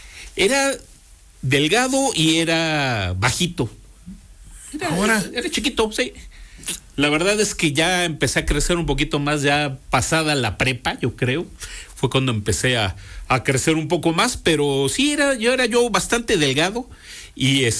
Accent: Mexico City, Mexico; Sí, soy chilango completamente. A mí me tocó totalmente el defectuoso, como le llamábamos en esa época.

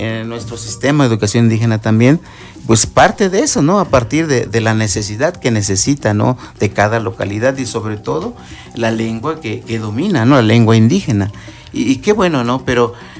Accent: Zacatipan, Puebla, Mexico; soy originario de Zacatipan, antes está ahí donde yo crecí, está el río Apulco, cercano

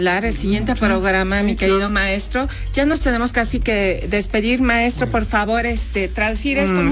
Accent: Puebla, Mexico; Estar orgullosos como mexicanos, mexicanas y poblanos en este caso.

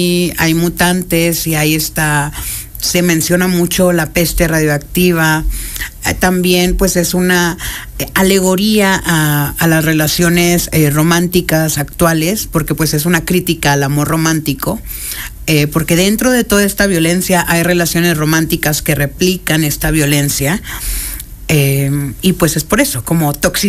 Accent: Monterrey, Nuevo León, Mexico; ¿Dónde? Soy de Monterrey.

